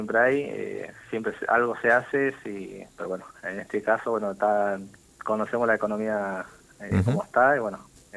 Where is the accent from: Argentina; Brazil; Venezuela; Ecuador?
Argentina; Buenos Aires Province; nosotros ya somos los hijos de esa, esa migración que vino de Bolivia, justamente por el tema laboral, y todas esas cosas. Hoy en día ya la mayoría de los que estamos acá en Pilar o en Argentina, ya somos, digamos, residentes, nacidos y criados acá en Buenos Aires